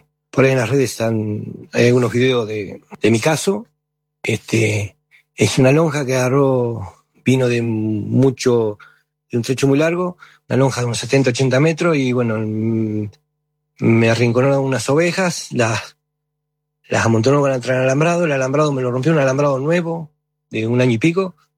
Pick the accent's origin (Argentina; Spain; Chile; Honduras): Argentina; Las Flores, Buenos Aires Province; de Las Flores, Cabaña del Cerrito. Yo soy uno de los damnificados por el tornado de antes de ayer a la tarde.